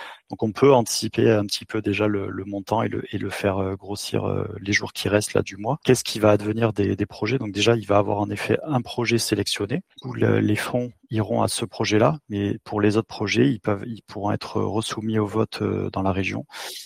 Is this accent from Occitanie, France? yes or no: yes; Montpellier, Occitanie, France; Eric et moi, on est même natifs de Montpellier.